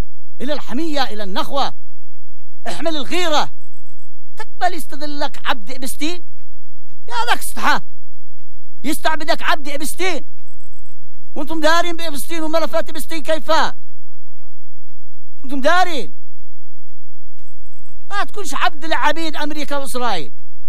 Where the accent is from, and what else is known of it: Yemen